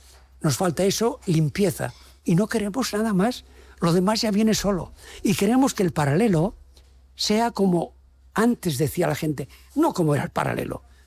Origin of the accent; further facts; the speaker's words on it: Jumilla, Region of Murcia, Spain; born there; Yo soy de Jumilla